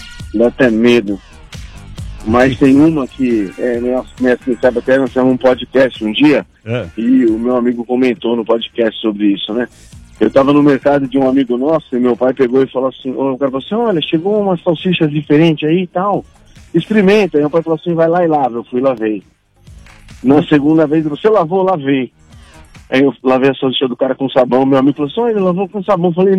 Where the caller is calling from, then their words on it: São Roque, São Paulo, Brazil; É que eu tô na Castelo Branco, vim de São Roque, moro em São Roque, trabalho em São Paulo